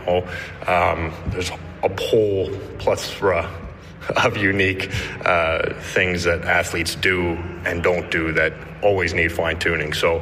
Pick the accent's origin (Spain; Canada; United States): Canada; Calgary, Alberta; I also love winter. I know that sounds odd, but I grew up in Calgary. Hockey's played in the snow.